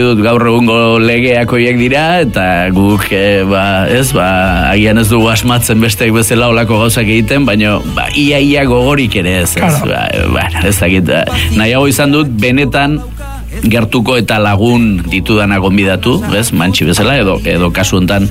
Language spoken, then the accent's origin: Basque; Errenteria, Basque Country, Spain; born there; ni Santa Clara kalean sortu nintzen Errenterian, horretan, eta Arkaitz Goiko kalean.